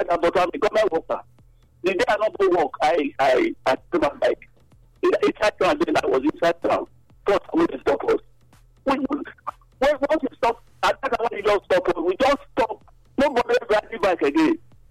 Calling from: Iguomo, Nigeria; I'm from Iguomo.

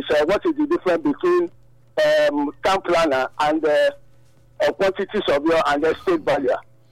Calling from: Benin City, Edo, Nigeria; I'm calling from Mission Road Market.

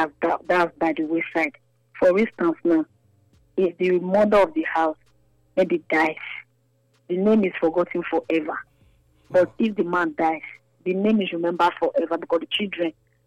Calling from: Benin City, Edo, Nigeria; I'm calling from Benin.

